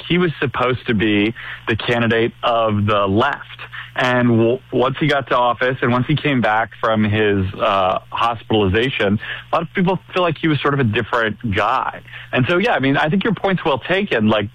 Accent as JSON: {"language": "English", "region": "Texas", "country": "United States", "said": "Texas, my home state"}